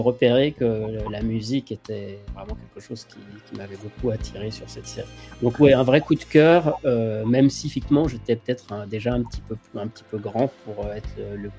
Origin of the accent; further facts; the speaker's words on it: Lyon, Auvergne-Rhône-Alpes, France; moved away as an adult; now in Paris, France; je suis originaire de Lyon, j'ai commencé à faire ça vraiment en amateur à Lyon